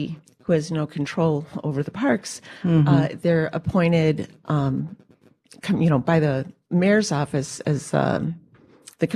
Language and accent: English; Chicago, Illinois, United States; from Chicago my whole life.